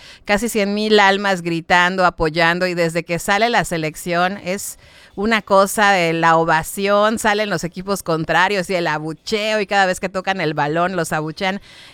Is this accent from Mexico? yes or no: yes; Mexico; solo soy mexicana. Una mexicana que quiere ver ganar a la selección.